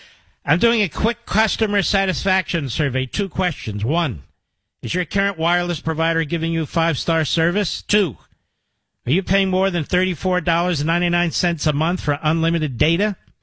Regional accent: Philadelphia, Pennsylvania, United States; born there; I was born in Pennsylvania. Remember that? And in Philadelphia.

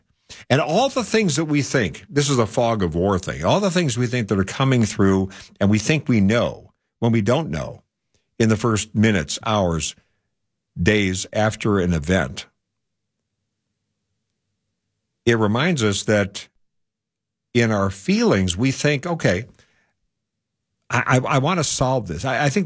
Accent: Chicago, Illinois, United States; now in San Diego, United States; living here as a Californian, as a San Diegan by choice, having grown up in the Chicago area and then moving here, I've lived here most of my life.

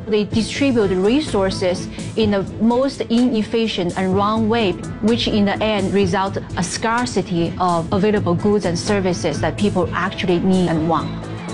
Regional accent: China; English is a second language; moved away; When I was growing up in China, under socialism, I was always hungry.

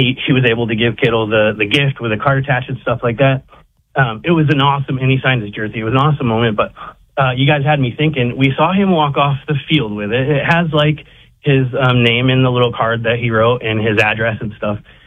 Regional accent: Bridgeport, Connecticut, United States; now in Montana, United States; And crazy enough, I'm from Bridgeport, Connecticut.

